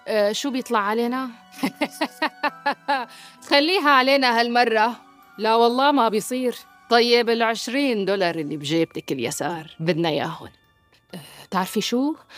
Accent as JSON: {"language": "Arabic", "country": "Syria", "said": "حظنا كسوريين"}